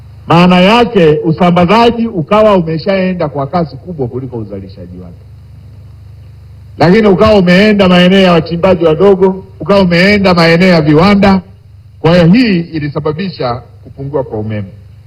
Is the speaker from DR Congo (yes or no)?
no; Mara, Tanzania; nyumbani kwetu kule Iramba ya Mara